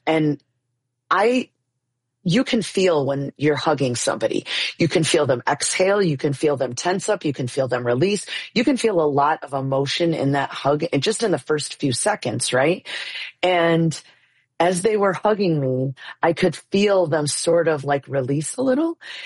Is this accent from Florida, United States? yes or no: no; Illinois, United States; moved away as an adult; now in Chicago, United States; I grew up way in the northwest suburbs on the Fox River.